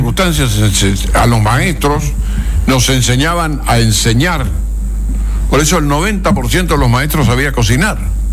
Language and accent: Spanish; La Plata, Buenos Aires Province, Argentina; Yo vengo de Buenos Aires, de la Plata, imagínese.